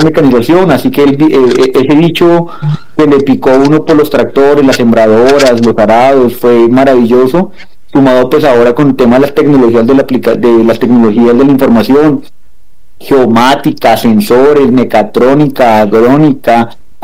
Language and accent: Spanish; Bogotá, Colombia; moved away as an adult; Pues bien … colombiano, moreno, pero de Bogotá, un rolo típico.